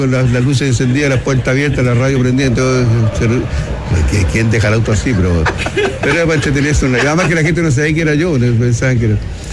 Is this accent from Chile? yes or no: yes; Valparaíso, Chile; born there; Nací en Valparaíso.